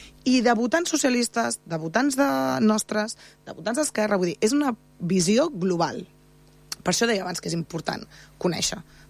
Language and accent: Catalan; Parets del Vallès, Catalonia, Spain; A mi, com a paratana, la gent que em coneixeu, jo he estat molt vinculada a totes les coses del poble des de sempre